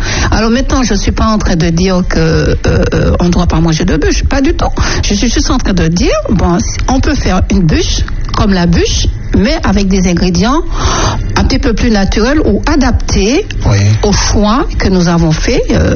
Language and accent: French; Martinique; chez nous à la Martinique.